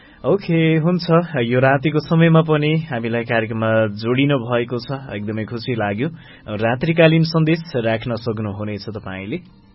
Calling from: Kathmandu, Bagmati, Nepal; हजुर, काठमाडौँ जोरसिंह पौवाबाट

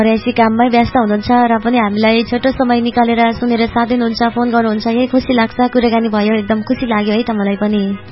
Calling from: Dharmadevi, Koshi Province, Nepal; हजुर, धर्मदेवी नगरपालिका 4 मामलिङबाट … बोल्दै हुनुहुन्छ।

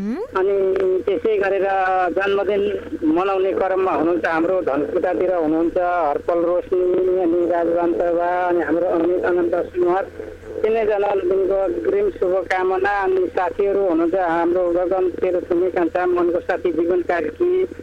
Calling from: Koshi Province, Nepal; म यता मोरङबाट

